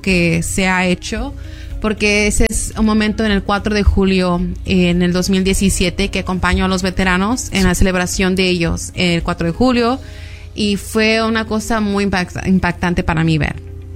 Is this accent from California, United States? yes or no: yes; Compton, California, United States; que era como, ¿de dónde eres? Y dije, oh, de Compton.